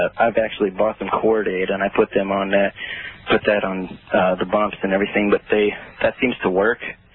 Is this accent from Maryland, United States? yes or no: no; Chicago, Illinois, United States; Well, because I grew up actually in Chicago in an old house